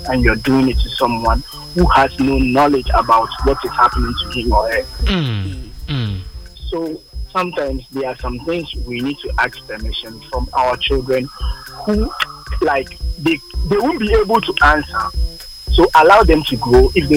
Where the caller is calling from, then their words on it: Bono, Ghana; I'm also from Buno region, so I know Banda very well.